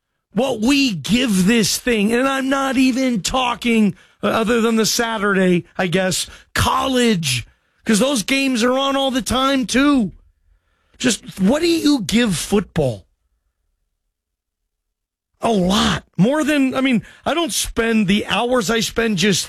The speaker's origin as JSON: {"language": "English", "town": "Seattle", "region": "Washington", "country": "United States", "tie": "born or raised there"}